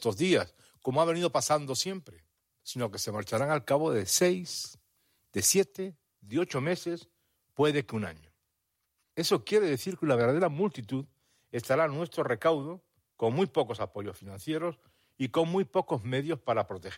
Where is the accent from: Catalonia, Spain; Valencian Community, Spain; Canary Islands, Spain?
Canary Islands, Spain; personas que vivimos y que somos canarios